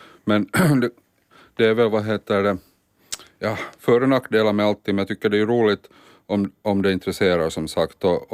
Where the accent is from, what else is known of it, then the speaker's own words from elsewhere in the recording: Turku, Southwest Finland, Finland; när jag är född i Åbo och har bott där då, största delen av mitt liv.